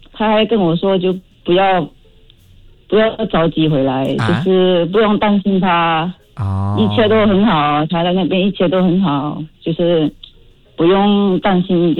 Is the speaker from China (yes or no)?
no; Indonesia; now in Australia; 对呀、我是印尼的朋友。